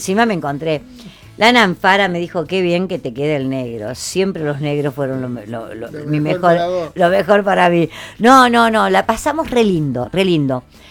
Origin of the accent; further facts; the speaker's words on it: San Luis, Argentina; No, soy de Argentina, de San Luis.